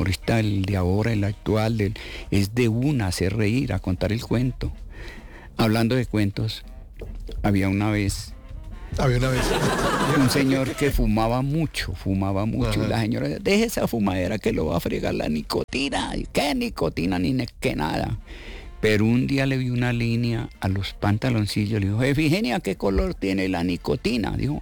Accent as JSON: {"language": "Spanish", "town": "Chaparral", "region": "Tolima", "country": "Colombia", "accent": "tolimense", "moved": "yes", "said": "Yo soy de provincias, yo soy de un pueblo que se llama Chaparral, Tolima."}